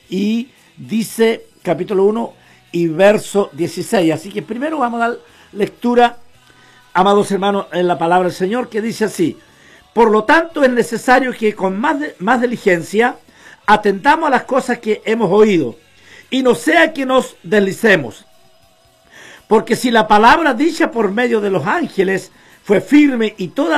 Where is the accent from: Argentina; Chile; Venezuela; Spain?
Chile